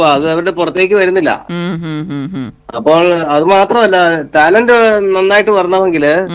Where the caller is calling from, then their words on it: Kanjirappally, Kerala, India; ഞാൻ കാഞ്ഞിരപ്പള്ളിയിൽ നിന്നാണ്.